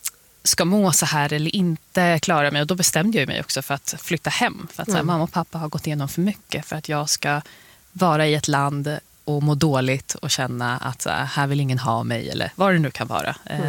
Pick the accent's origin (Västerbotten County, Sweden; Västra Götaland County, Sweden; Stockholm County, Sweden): Stockholm County, Sweden; Botkyrka; also born or lived in Afghanistan / Russia; Där jag kommer ifrån, i Botkyrka, som ligger i södra Stockholm, så har vi folk från alla delar av världen. Och det har ju inte undgått mig att hemma så lever vi ett liv. Vi pratar inte så jättemycket svenska utan det är andra språk.